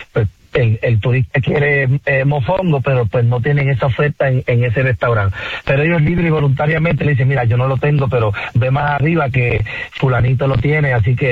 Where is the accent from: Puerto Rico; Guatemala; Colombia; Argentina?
Puerto Rico; Ciales; pues mi manera de proyectar a mi pueblo es tratar de saber cuáles son nuestras culturas y nuestras raíces. Y eso es un tema que también lo vamos a estar abordando futuramente para poder aclarar, ¿verdad?, todo, y que pues tengamos una historia clara y precisa de lo que es nuestro pueblo de Ciales.